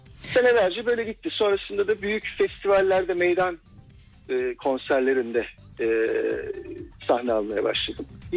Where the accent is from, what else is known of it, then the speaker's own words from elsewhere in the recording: Akçay, Balıkesir, Turkey; moved away as an adult; now in Istanbul, Turkey; Küçük bir yerde büyüdüm ben. Akçay'da, Balıkesir Akçay'da büyüdüm.